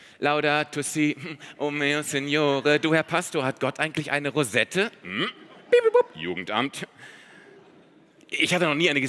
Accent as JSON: {"language": "German", "town": "Hanover", "region": "Lower Saxony", "country": "Germany", "tie": "born or raised there", "said": "Ich würde Ihnen einfach total gerne ein paar Fotos zeigen aus meiner Kindheit in Hannover."}